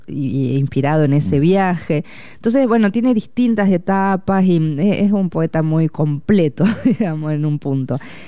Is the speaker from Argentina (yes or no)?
yes; Entre Ríos, Argentina; de la misma provincia de Entre Ríos, digamos, de donde soy yo.